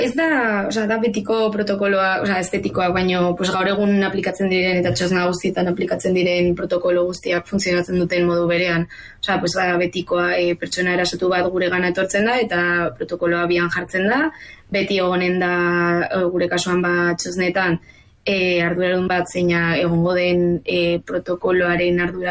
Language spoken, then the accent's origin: Basque; Tafalla, Navarre, Spain; azken finean Tafallaldekoa gara